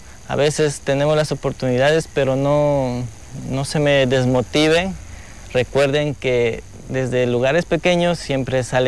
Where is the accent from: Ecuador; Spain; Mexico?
Ecuador; regresé aquí, a mi pueblo, y estamos aquí.